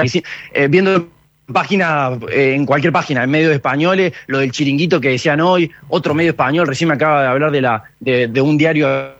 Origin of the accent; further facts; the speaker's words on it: San Francisco, Córdoba, Argentina; now in Barcelona, Spain; él es periodista, nosotros somos de San Francisco y él es el jefe de prensa del Club Sportivo Belgrano